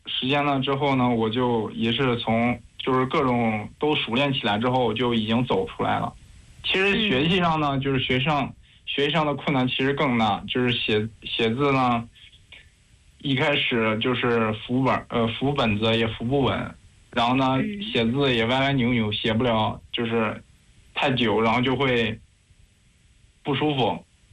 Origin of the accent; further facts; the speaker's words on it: Anguo, Hebei, China; born there; moved away as an adult; now in Tumxuk, Xinjiang, China; 我是2001年6月出生在河北安国，是一名共产党员。